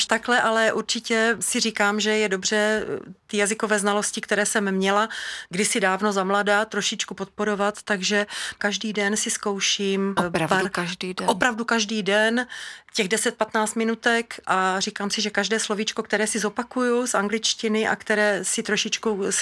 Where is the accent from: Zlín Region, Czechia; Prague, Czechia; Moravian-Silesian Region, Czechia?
Zlín Region, Czechia; Uherské Hradiště; A když řekneme, že jsme z Uherského Hradiště, tak každý ví.